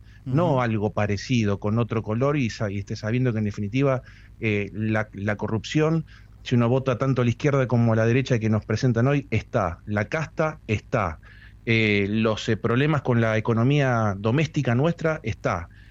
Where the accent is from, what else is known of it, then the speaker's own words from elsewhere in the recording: Tierra del Fuego, Argentina; nos cruzan a todos como fueguinos y como argentinos